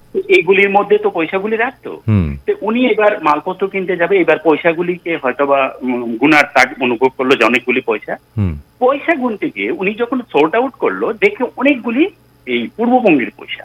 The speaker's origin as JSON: {"language": "Bangla", "town": "Shibnagar", "country": "India", "tie": "born there", "said": "আমি তখন শিবনগর আমরা ভাড়া থাকতাম, আমি ছোট ছিলাম। আমার দাদু পূর্ববঙ্গ থেকে এসেছিল"}